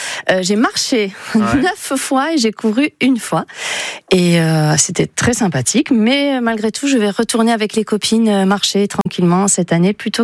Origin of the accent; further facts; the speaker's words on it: France; je suis originaire de Garassi